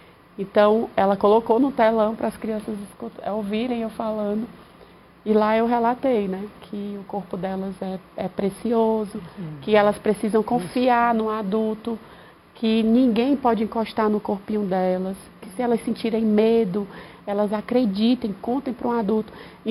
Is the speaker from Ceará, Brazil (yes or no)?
yes; Fortaleza, Ceará, Brazil; moved away; Eu não sou daqui, eu sou de Fortaleza, eu vim para cá para tentar uma vida melhor.